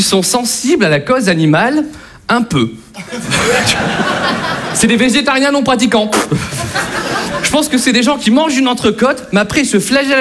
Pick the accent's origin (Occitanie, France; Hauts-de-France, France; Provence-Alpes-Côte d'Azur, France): Hauts-de-France, France; Lille; Nous, on vient de Lille, dans le nord de la France. Alors attention, on est des vrais ch'tis.